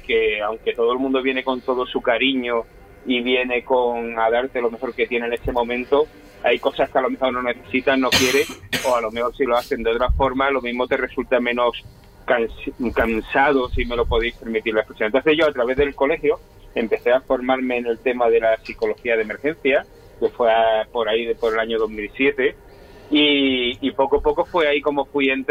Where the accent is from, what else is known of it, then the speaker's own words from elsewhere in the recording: Andalusia, Spain; soy de Andalucía Occidental.